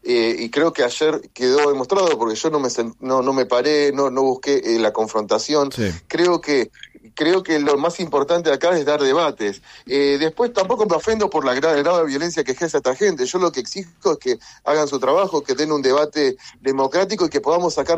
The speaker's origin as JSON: {"language": "Spanish", "country": "Argentina"}